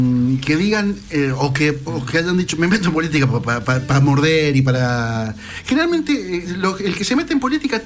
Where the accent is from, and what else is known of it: Argentina